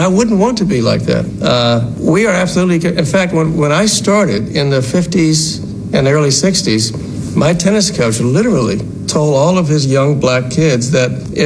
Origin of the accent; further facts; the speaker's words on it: the South, United States; born there; So you had to be beyond reproach growing up in the South.